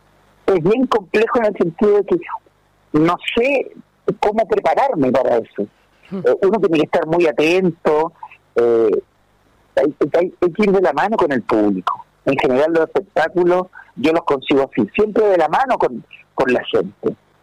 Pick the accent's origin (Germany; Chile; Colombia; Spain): Chile; yo como chileno